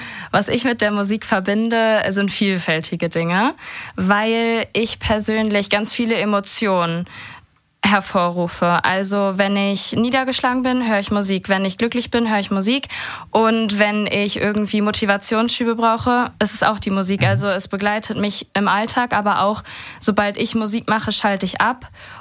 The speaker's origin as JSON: {"language": "German", "town": "Flintbek", "region": "Schleswig-Holstein", "country": "Germany", "tie": "born there", "lives_now": "Kiel, Germany", "said": "Also gebürtig, also ursprünglich aus Flintbek. Und mittlerweile lebe ich in Kiel."}